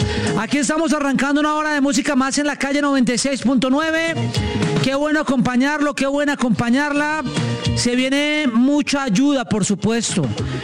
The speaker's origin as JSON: {"language": "Spanish", "country": "Colombia", "said": "tenemos que seguirnos apoyando como colombianos."}